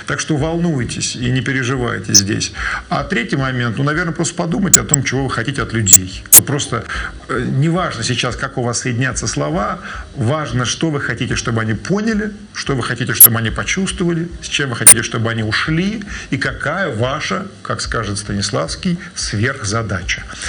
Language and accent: Russian; Moscow, Russia; born there; мне 17 лет, я родился в Москве.